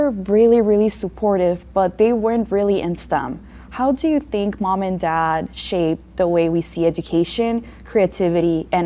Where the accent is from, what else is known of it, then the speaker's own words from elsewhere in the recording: Mexicali, Baja California, Mexico; now in San Diego, United States; Being raised in a border town, seeing the exchanges of both cultures in the US and then in Mexico.